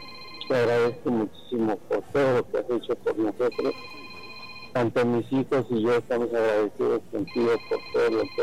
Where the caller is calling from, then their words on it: Mexico City, Mexico; De aquí, de la Ciudad de México.